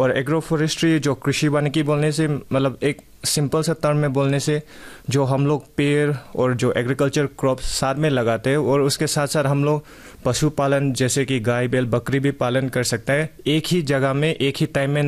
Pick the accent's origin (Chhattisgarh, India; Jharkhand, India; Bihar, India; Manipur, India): Manipur, India; Imphal; moved away; इम्फाल में जो मेरा होम टाउन है